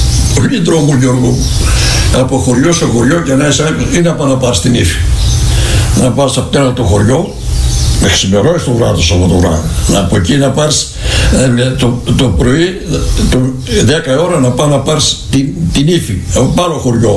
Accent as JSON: {"language": "Greek", "town": "Vernikos", "country": "Greece", "tie": "born or raised there", "said": "σου μένουν στη ζωή από το χωριό μου, το Βερνίκο, μέχρι να πάω στη Γλυκή στο Σκάνδαλο, με τα ποδάρια"}